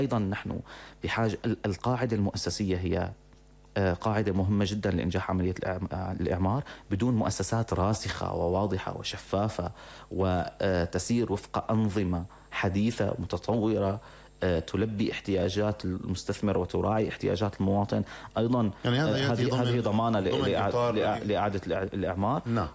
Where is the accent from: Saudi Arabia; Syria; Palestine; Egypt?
Syria